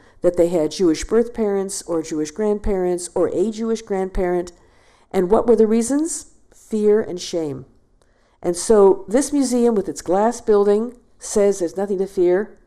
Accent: Toronto, Ontario, Canada; And this photograph was taken in Toronto, my hometown.

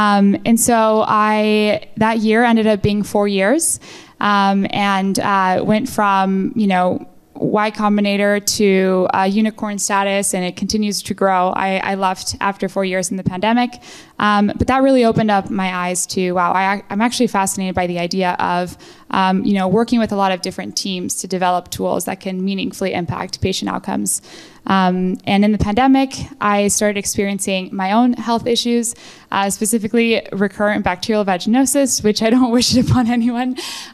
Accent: Mexico; moved away; I grew up in Mexico.

